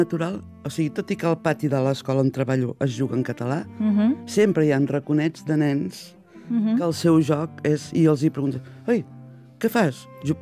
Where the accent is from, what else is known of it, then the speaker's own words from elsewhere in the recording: Catalonia, Spain; accent: southern Tarragona speech; perquè és un parlar del sud de Tarragona, ja no, i diem diferent